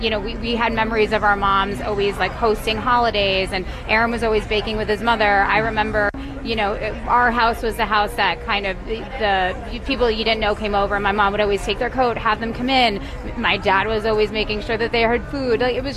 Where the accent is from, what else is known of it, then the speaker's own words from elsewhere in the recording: Swampscott, Massachusetts, United States; now in Salem, United States; What we love about Salem, and we moved to this area, I'm originally from Swampscott. We moved back in 2013